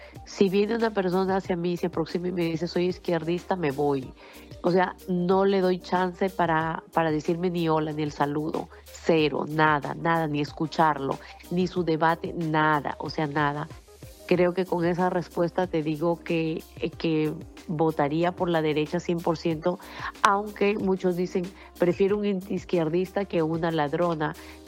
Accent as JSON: {"language": "Spanish", "country": "Peru", "moved": "yes", "said": "yo soy peruana"}